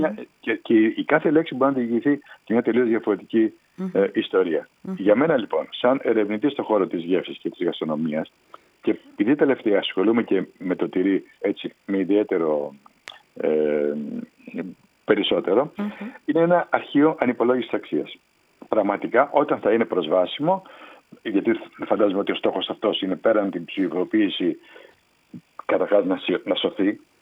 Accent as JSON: {"language": "Greek", "town": "Mykonos", "region": "South Aegean", "country": "Greece", "said": "Εγώ είμαι από την Μύκονο"}